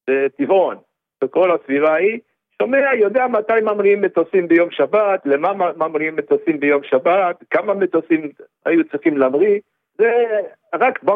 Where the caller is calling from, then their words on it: Central District, Israel; אני מהמרכז.